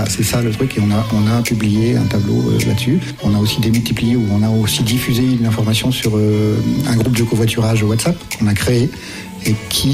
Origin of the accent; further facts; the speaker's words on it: Poule-les-Écharmeaux, Auvergne-Rhône-Alpes, France; je viens de Poules-les-Écharmeaux, dans le Beaujolais Vert.